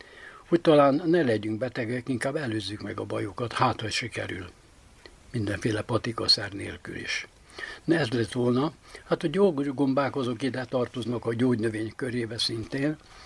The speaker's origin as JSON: {"language": "Hungarian", "region": "Baranya", "country": "Hungary", "tie": "born or raised there"}